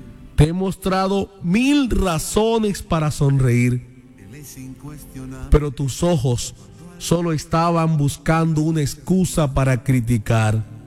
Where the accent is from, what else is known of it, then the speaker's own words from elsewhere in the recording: Arjona, Bolívar, Colombia; Como yo soy de Arjona Bolívar